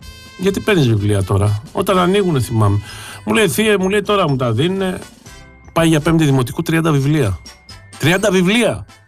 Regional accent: Greece; Εγώ ως Έλληνας πολίτης

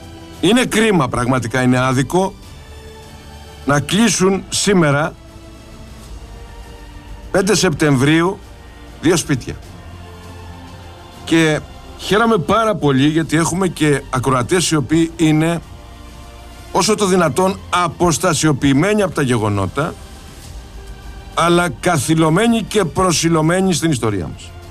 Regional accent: Sparta, Peloponnese, Greece; moved away

